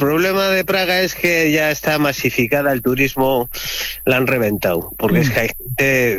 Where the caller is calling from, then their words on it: Spain; cuando digo que soy de España